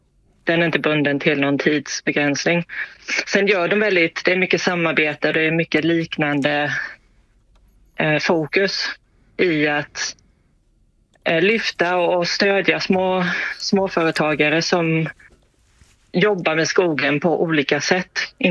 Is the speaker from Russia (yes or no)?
no; Pakistan; Nej, jag växte upp i Pakistan.